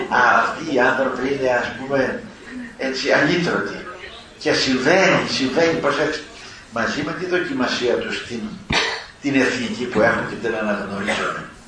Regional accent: Peloponnese, Greece; moved away; όπως λένε στην πατρίδα μου, την Πελοπόννησο

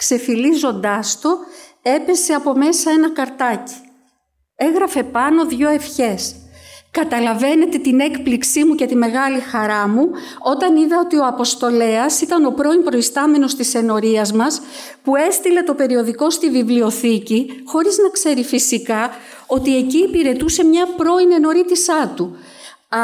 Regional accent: Athens, Attica, Greece; Γεννήθηκα και μεγάλωσα στην Αθήνα.

